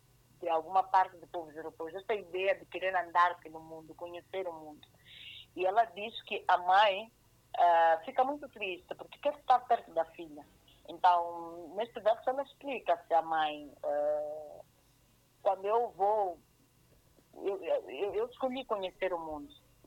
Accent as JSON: {"language": "Portuguese", "town": "Massinga", "region": "Inhambane", "country": "Mozambique", "tie": "born or raised there", "said": "de Massinga e um pai suabo da Zambeja Namakura em Michixine. Eu nasci em Massinga e cresci nos Vatongas."}